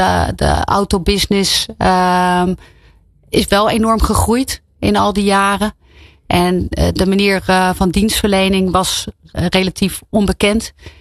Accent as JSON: {"language": "Dutch", "town": "Rotterdam", "region": "South Holland", "country": "Netherlands", "said": "Ik kom uit Rotterdam."}